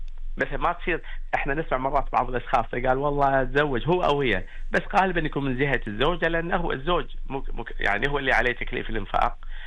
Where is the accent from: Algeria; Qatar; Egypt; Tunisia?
Qatar; عندنا في قطر